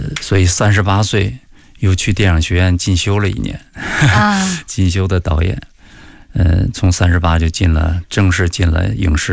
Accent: Qiqihar, Heilongjiang, China; 我在小的时候是跟父亲在文化宫长大的，我们齐齐哈尔有工人文化宫，

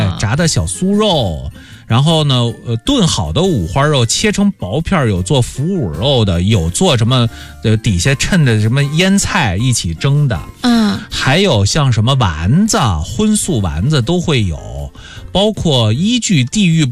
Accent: Henan, China; 像我是河南人，我们河南也有，河南有八大碗

